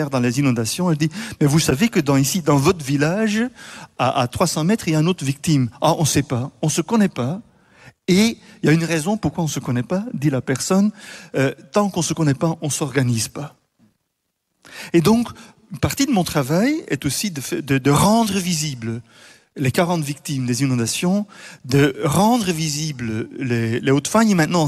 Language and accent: French; Bruges, Flanders, Belgium; Moi je viens de Bruges